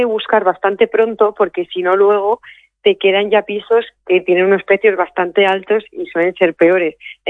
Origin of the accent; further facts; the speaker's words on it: Ávila, Castile and León, Spain; now in Salamanca, Spain; en Ávila, que es de donde yo soy.